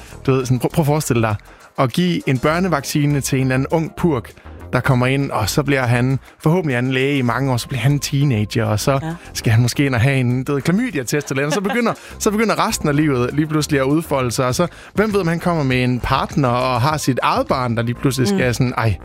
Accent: Central Denmark Region, Denmark; Jeg måtte simpelthen, nu flytter syd for Aarhus, og jeg er fra Djursland af.

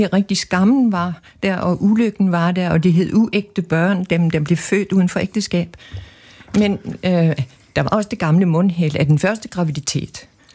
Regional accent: Capital Region of Denmark, Denmark; born or raised there

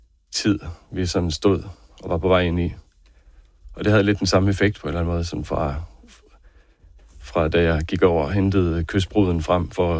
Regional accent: Herning, Central Denmark Region, Denmark; Herning Banegård, hvor jeg voksede op

